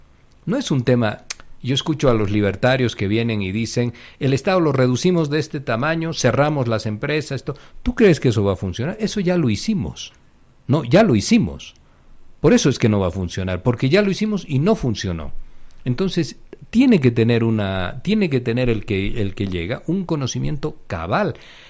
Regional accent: Bolivia

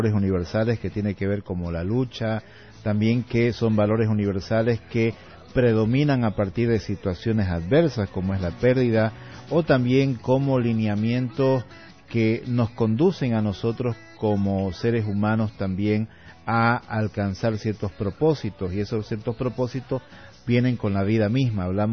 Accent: Puerto Rico; como cantautor puertorriqueño de rock alternativo español.

